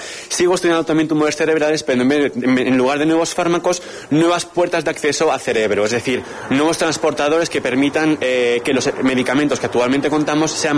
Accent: Calatayud, Aragon, Spain; moved away; Estoy súper contento de volver aquí a Calatayud, mi tierra

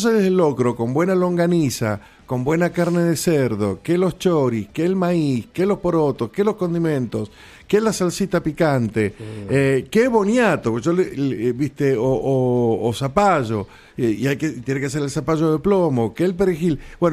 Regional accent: Argentina

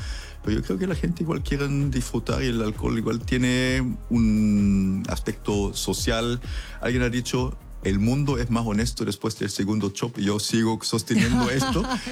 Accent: Germany; born there; Spanish is a second language; Yo recién vengo de un viaje a Alemania, mi país natal

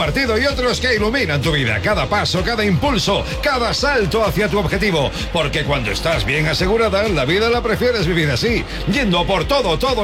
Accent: Santa Cruz del Valle, Castile and León, Spain; llevo a orgullo que di el pregón de las fiestas de mi pueblo a Santa Cruz de Valle, y con eso cumplí.

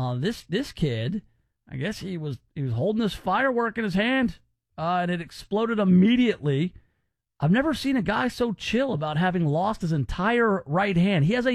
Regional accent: Gulf Coast, United States; Listen, I grew up on the Gulf Coast every summer, and we were unsupervised.

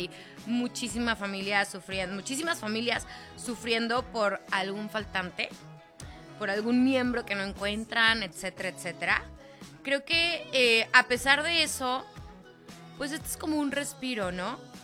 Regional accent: Mexico

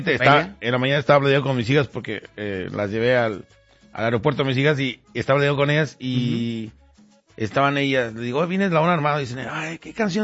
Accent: San Luis Potosí, Mexico; moved away; also born or lived in Cárdenas (garbled 'Carnas'); Yo soy de San Luis

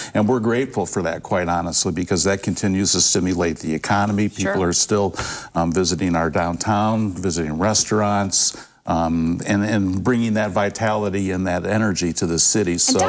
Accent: Bowling Green, United States; and I grew up in Bowling Green, I've never lived anywhere else

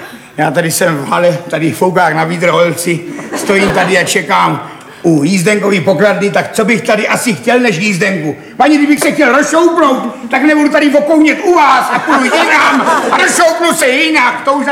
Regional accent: Brno, South Moravian Region, Czechia; born or raised there

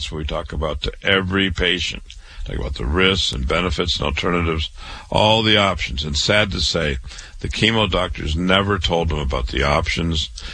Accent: Waterloo, Iowa, United States; born and raised in Waterloo, Iowa. I went to public schools, university, medical school

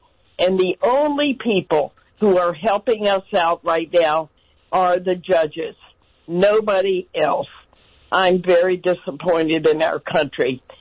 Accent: Arlington, Virginia, United States; I would grade them an F. I grew up in Arlington, Virginia, and I am horrified at what Congress is doing.

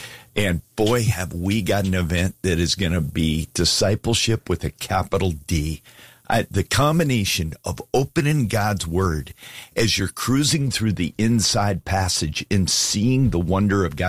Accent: Alaska, United States; And I'm not overstating that because I'm from Alaska, but I've heard it.

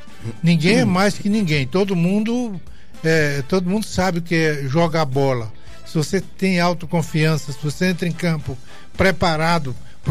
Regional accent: Icó, Ceará, Brazil; moved away; Eu cheguei lá em Limancampo, que é a minha terra ali, distrito do Icó

